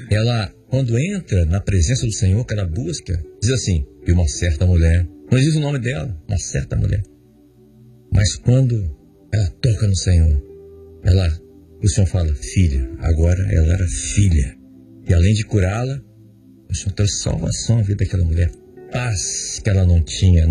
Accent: Caruaru, Pernambuco, Brazil; Somos de Caruaru, só lembra de nós? Lembra, pastor?

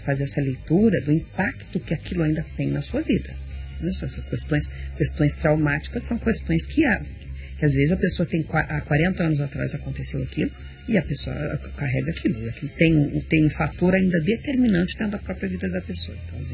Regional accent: South Region, Brazil; eu sou sulista

